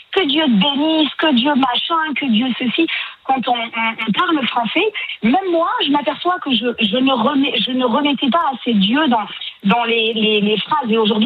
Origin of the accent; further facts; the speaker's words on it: Algeria; born there; Il se fait que je suis née en Algérie, donc dans une famille de parents athées mais intellectuels et qui nous ont poussés à l'ouverture.